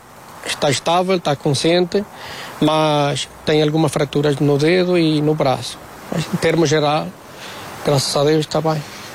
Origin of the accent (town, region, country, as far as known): Venezuela; born or raised there; now in Portugal